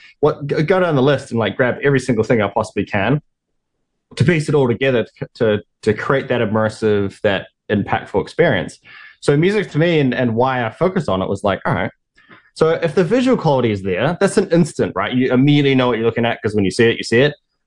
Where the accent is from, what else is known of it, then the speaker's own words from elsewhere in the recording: New Zealand; growing up in New Zealand, my home, where I've had this relationship with nature. And I think like a lot of Kiwis connect with this quality